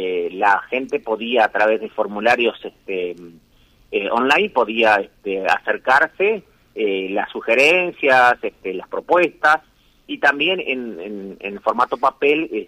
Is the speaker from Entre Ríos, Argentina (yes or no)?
yes; Colonia Elía, Entre Ríos, Argentina; moved away; volver a mi pueblo, Colonia Elía